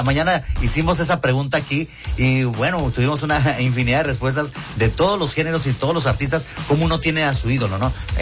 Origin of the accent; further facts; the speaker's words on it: Mexico; yo creo que sí es una obligación como mexicanos